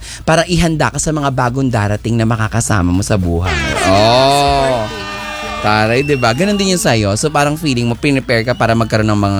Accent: Pasay, Metro Manila, Philippines; Kasi taga-Pasay kami dati, oo.

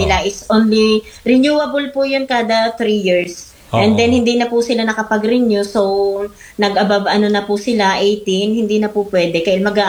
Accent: Mabini, Calabarzon, Philippines; Opo, taga Batangas din po yung aking asawa. Taga Talaga po kami kay Apolinario Mabini

